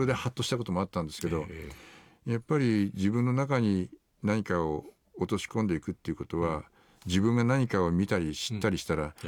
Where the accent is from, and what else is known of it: Aizu, Fukushima, Japan; born or raised there